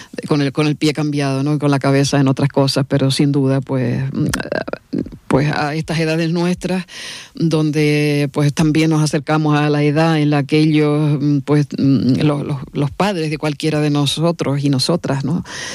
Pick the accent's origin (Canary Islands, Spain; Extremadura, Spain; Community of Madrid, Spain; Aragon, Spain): Canary Islands, Spain